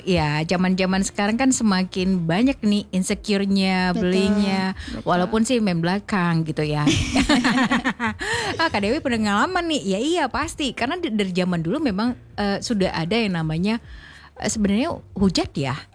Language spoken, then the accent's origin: Indonesian; Aceh, Indonesia; first language Acehnese; Indonesian is a second language; kita orang Aceh gitu ya atau kita Indonesia gitu.